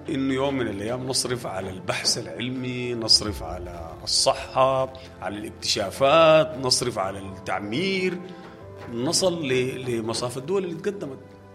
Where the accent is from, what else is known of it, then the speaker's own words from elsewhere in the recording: Sudan; نحن كبشر كسودانيين